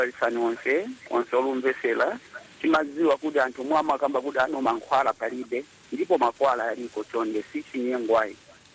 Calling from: Lusaka, Lusaka Province, Zambia; I'm calling you in Usaka, Kanyama.

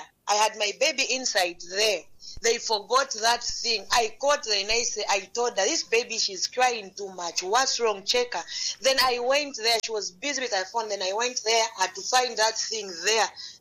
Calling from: Chipata, Eastern Province, Zambia; I'm calling from Chupata Maplot.

